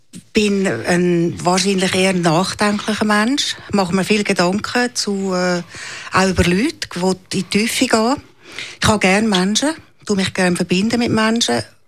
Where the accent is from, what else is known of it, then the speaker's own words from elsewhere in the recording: Zurich, Switzerland; also born or lived in Baden / Wettingen; Ich bin am Zürichberg aufgewachsen. Zuerst in Uitico in Waldeck, dann in Baden.